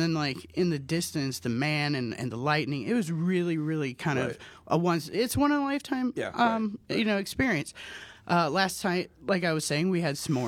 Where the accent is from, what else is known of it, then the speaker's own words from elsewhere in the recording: Sacramento, California, United States; I'm from the Sacramento area.